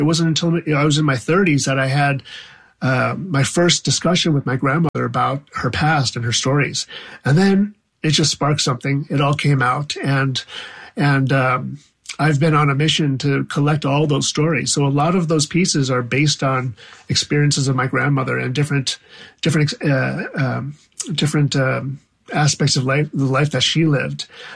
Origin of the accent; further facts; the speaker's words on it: Wisconsin, United States; moved away; growing up in Wisconsin as a child of immigrants